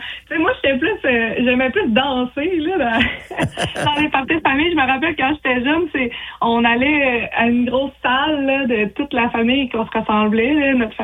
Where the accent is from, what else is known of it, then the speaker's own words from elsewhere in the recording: Mont-Joli, Quebec, Canada; Ouais, je viens de Mont-Joli. C'est là que j'ai été élevée, puis avec ma famille, mes sœurs, puis tout ça.